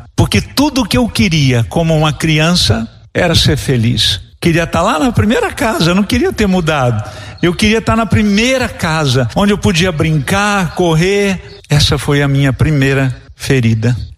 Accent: Registro, São Paulo, Brazil; depois sendo tratorista na prefeitura lá de Registro, Baixada Santista, onde eu nasci. Uma família muito humilde.

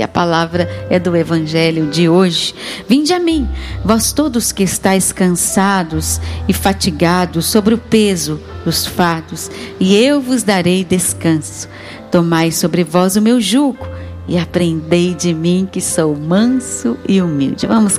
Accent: Lorena, São Paulo, Brazil; moved away; lá em Lorena, na minha terra, né?

